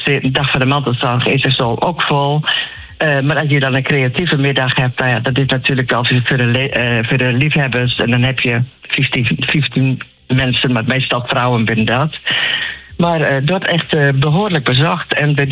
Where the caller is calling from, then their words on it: Langelo, Drenthe, Netherlands; Ik ben vanaf Langelo.